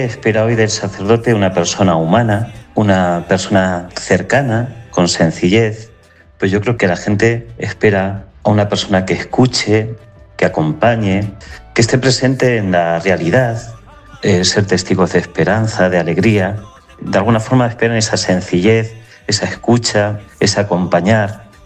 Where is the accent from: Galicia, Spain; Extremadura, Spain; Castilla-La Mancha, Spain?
Castilla-La Mancha, Spain; Bolaños de Calatrava; born there; moved away as an adult; now in Tomelloso, Spain; nací en Bolaños de Calatrava.